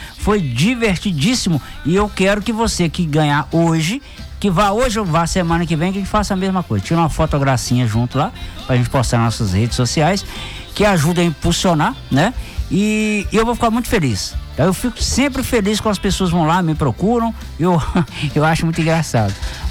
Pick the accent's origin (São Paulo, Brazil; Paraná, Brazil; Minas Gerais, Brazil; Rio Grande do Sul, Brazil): Minas Gerais, Brazil; Nova Era; Nova Era, minha terra natal.